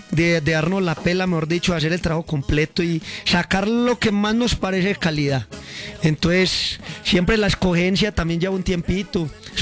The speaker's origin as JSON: {"language": "Spanish", "country": "Colombia"}